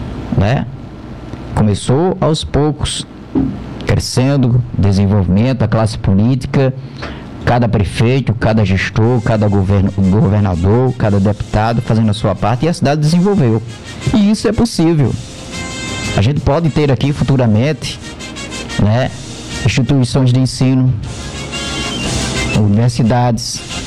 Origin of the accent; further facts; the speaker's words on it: Campina Grande, Paraíba, Brazil; now in Taperoá, Brazil; a minha terra, Campina Grande.